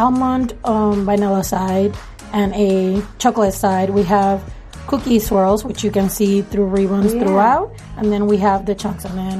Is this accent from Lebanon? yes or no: no; Puerto Rico; moved away; I'm originally from Puerto Rico.